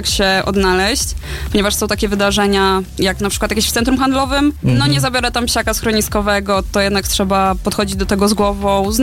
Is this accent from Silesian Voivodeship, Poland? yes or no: no; Podlaskie Voivodeship, Poland; accent: Suwałki; moved away as an adult; now in Toruń, Poland; Pochodzę z małej wsi na Suwalszczyźnie. Nie jest to Podlasie, jest to województwo podlaskie, ale nie zaciągam gwaru taką typowo podlaską. Miałam swoją taką suwalską, czego już nie słychać.